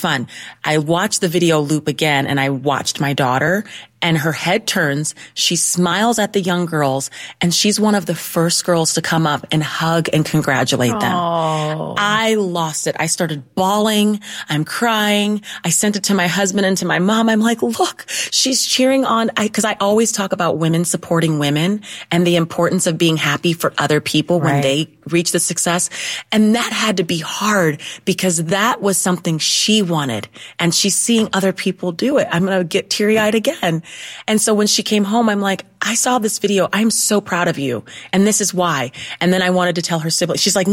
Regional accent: Ohio, United States; accent: Midwestern; It's like straight lace. I'm from Ohio, Midwestern, like newscasters study our voices.

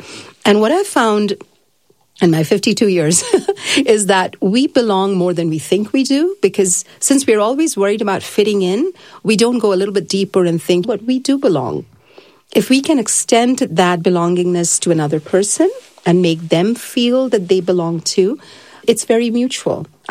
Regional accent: Kuwait; So with this premise, I grew up in Kuwait. We were a minority there. This is an Islamic state.

